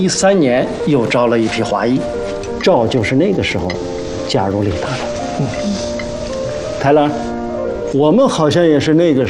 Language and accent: Chinese; China; moved away; 虽然我很早就离开了中国，但是每一天都在思念我的祖国，我的家乡，中国的山山水水